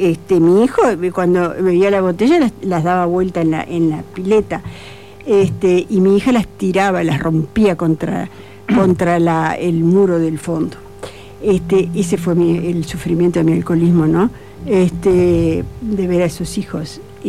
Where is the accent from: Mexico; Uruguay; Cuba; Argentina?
Uruguay; Montevideo; Yo soy de Montevideo.